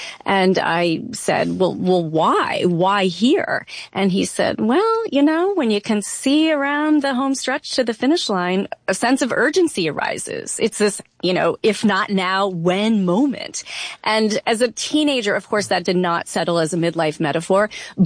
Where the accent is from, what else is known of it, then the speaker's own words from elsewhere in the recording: Louisville, Kentucky, United States; I grew up in Kentucky.